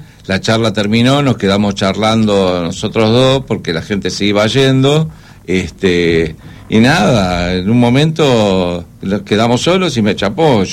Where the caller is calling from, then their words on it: Santa Rosa, La Pampa, Argentina; de Santa Rosa, La Pampa. Les mando un abrazo.